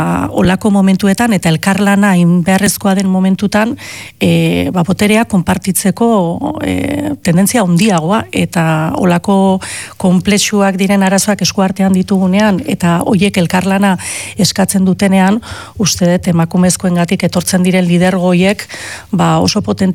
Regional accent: San Sebastián, Basque Country, Spain; ez ni oso donostiarra naiz, esaten nuen hautagaitza aurkesterakoan egin nuen bideo horretan, iatarra, Loiolan bizi naizena azkeneko urte hauetan

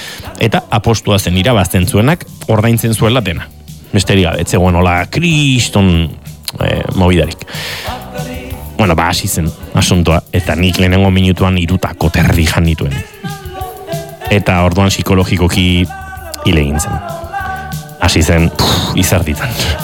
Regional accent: Basque Country, Spain; ni euskalduna naiz, hau espainola

